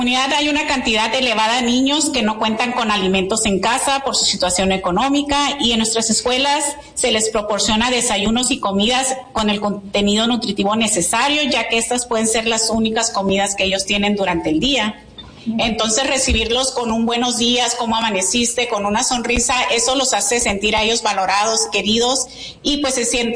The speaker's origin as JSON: {"language": "Spanish", "town": "Ciudad Morelos", "region": "Baja California", "country": "Mexico", "tie": "born or raised there", "lives_now": "Yuma, United States", "said": "Nací y crecí muy cerca de aquí, en el Valle de Mexicali, en Ciudad Morelos, o Cuervos para mi gente."}